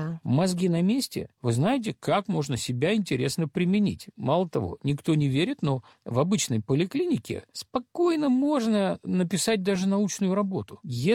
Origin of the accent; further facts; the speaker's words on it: Kirovohrad, Kirovohrad Oblast, Ukraine; где мы там из Кировограда, и где Москва